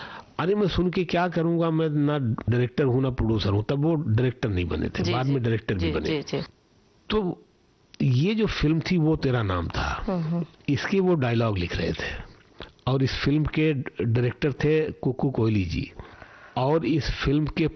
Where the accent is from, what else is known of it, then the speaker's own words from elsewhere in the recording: Surat, Gujarat, India; now in Mumbai, India; तो मैं सूरत से मुंबई आ गया 2001 फरवरी में